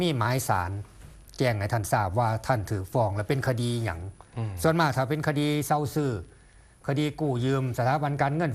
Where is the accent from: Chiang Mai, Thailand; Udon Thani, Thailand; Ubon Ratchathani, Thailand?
Ubon Ratchathani, Thailand; now in Bangkok, Thailand; อยู่อุบลอยู่หนองขอนอยู่ทงบุรพานี่แต่ว่าผมไปเฮ็ดงานกรุงเทพไปเซาบ้านอยู่หรือไปอยู่น้ำมูหรือไปอยู่คอนโดก็แล้วแต่